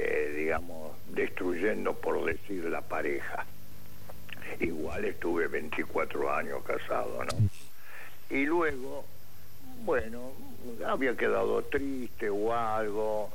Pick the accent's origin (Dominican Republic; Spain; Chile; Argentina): Argentina; Villa Urquiza, Buenos Aires; De acá, de Villurquiza.